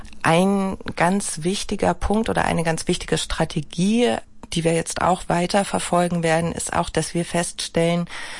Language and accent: German; Berlin, Germany; Also als Berlinerin kommt man ja eh nicht dran vorbei.